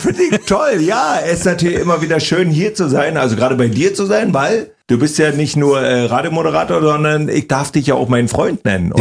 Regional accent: Briesen, Brandenburg, Germany; also born or lived in Bad Saarow / Fürstenwalde; Ich bin ja in Bad Saarow geboren, dann in Briesen sozusagen groß geworden, das ist gleich so ein Dorf daneben und dann irgendwann nach Fürstenwalde gegangen. Und als ich nach Fürstenwalde gegangen bin, das war 79, glaube ich

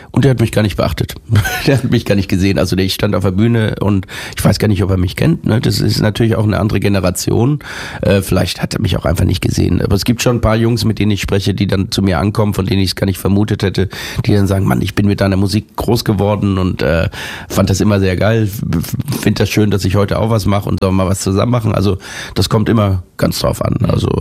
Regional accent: Germany; Wenn ich als Deutscher englische Texte schreibe, dann empfinde ich das immer, dann hört man, dass das irgendwie so ein Deutscher geschrieben hat.

